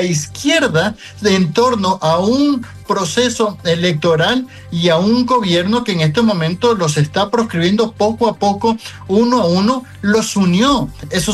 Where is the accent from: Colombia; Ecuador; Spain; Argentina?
Ecuador